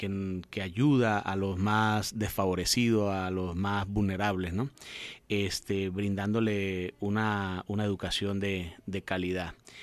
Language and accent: Spanish; Venezuela